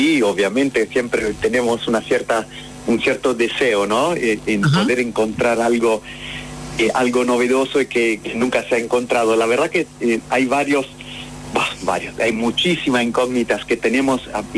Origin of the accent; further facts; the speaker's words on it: Italy; moved away as an adult; now in Argentina; antes de mudarme acá en Argentina, trabajé bastante en Italia, de donde vengo